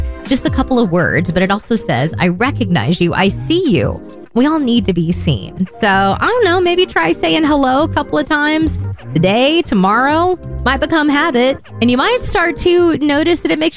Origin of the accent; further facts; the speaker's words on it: Texas, United States; And granted, I grew up in Texas, but I think it's actually more generational than regional.